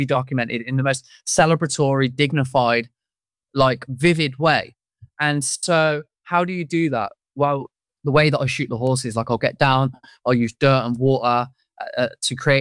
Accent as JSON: {"language": "English", "town": "Coventry", "region": "West Midlands", "country": "United Kingdom", "tie": "born or raised there", "moved": "as an adult", "lives_now": "Arizona, United States", "said": "Growing up in like a low income, like deprived area, which was what Willenhall was, which is my estate in the 90s."}